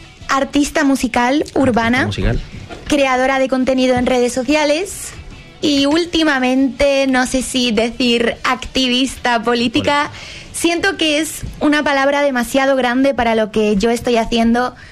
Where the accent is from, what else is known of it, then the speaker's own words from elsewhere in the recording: Spain; en este caso en mi país